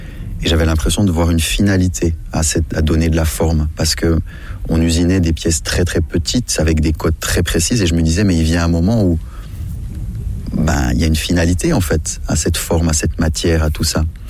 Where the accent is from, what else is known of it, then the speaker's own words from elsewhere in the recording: Switzerland; born there; je suis né en Suisse. Ma famille, ils sont quasiment tous des entrepreneurs suisses